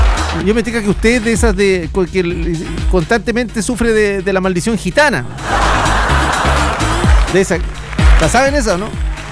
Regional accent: Chile; Así somos los chilenos, po.

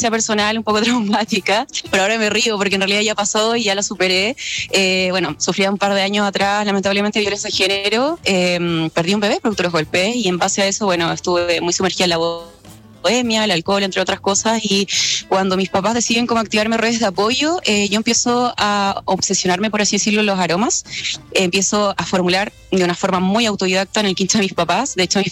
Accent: Temuco, Araucanía, Chile; como acabas de decir. Soy nacida y criada en Temuco.

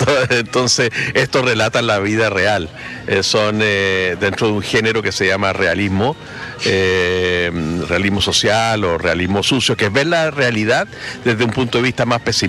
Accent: La Unión, Los Ríos, Chile; pero yo soy de La Unión y por lo tanto nuestra atmósfera está basada básicamente lo que es la Gorranco, Río Bueno, La Unión.

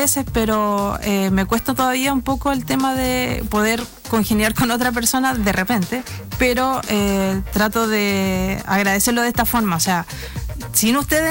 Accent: Osorno, Los Lagos, Chile; los que somos nacidos y criados en Osorno

